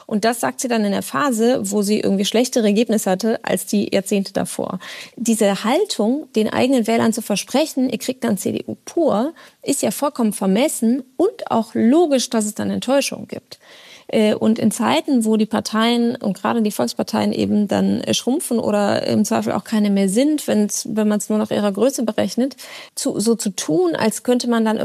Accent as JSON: {"language": "German", "region": "Rhineland", "country": "Germany", "said": "Trotzdem will ich die Hoffnung nicht aufgeben, weil ich bin ja Rheinländerin und dann muss ja weitergehen."}